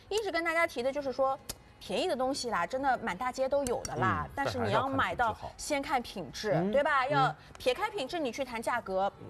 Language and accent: Chinese; Shanghai, China; 然后这个糟卤带鱼就是我们上海人喜欢的这个味道